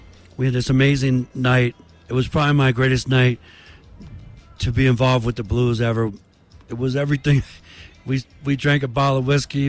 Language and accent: English; Philadelphia, Pennsylvania, United States; I grew up in Philadelphia, and, well, you know, it could be kind of rough sometimes